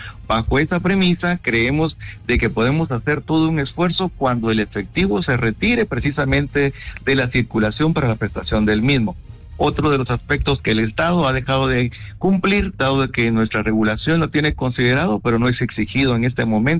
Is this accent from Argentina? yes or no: no; Guatemala; pero como somos guatemaltecos, prestando servicio a guatemaltecos